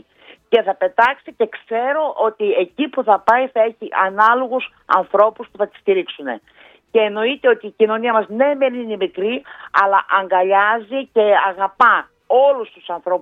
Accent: Didymoteicho, Eastern Macedonia and Thrace, Greece; Είμαι μία μητέρα από το Δημότυχο.

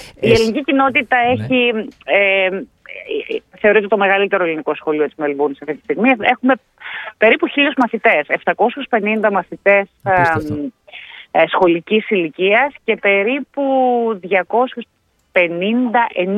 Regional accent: Orestiada, Eastern Macedonia and Thrace, Greece; moved away as an adult; also born or lived in Thessaloniki; now in Melbourne, Australia; Γεννήθηκα και μεγάλωσα στην Ορφέαδα και τελείωσα σχολείο. Το τελείωσα εκεί το σχολείο. Δηλαδή, μέχρι και τα 18 ήμουν στην Ορφέαδα. Μετά έφυγα για σπουδές στη Θεσσαλονίκη και έμεινα στη Θεσσαλονίκη και μετά Μελβούρνη.

